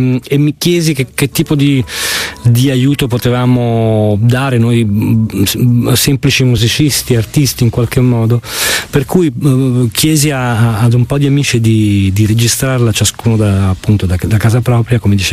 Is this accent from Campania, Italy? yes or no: yes; Naples, Campania, Italy; Sì, ma da napoletano prima o poi ti non scappi.